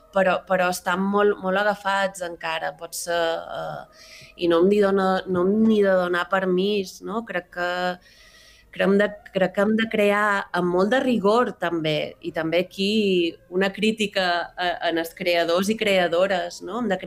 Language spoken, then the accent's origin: Catalan; Marratxí, Balearic Islands, Spain; Que és d'on som jo, uh-huh. Sí.